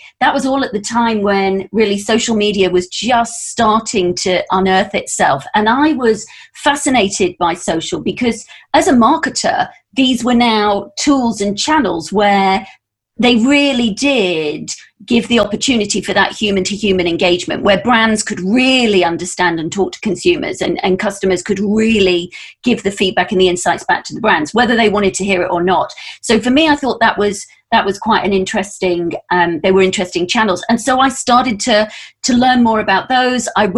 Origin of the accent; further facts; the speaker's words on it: North West England, United Kingdom; moved away as an adult; now in London, United Kingdom; And I came from Lancashire to London to work for Saatchi's back in the early 90s, actually.